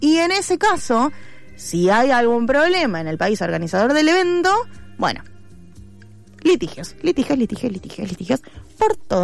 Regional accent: Argentina; nosotros como ciudadanos argentinos

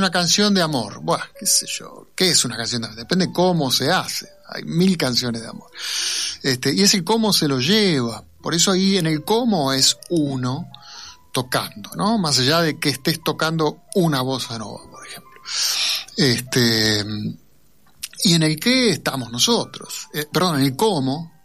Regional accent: Buenos Aires, Argentina; yo me siento como porteño y en la época en la que nací más cercano a ciertas músicas urbanas que a una vidala.

